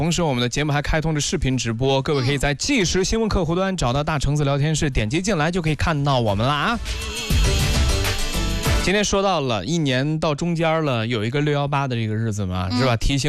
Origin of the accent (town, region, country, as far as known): China